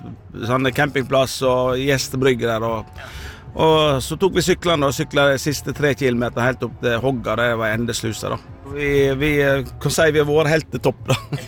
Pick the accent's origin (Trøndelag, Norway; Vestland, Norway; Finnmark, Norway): Vestland, Norway; Florø; Florø, ja. Vestligste by, Norges vestligste by.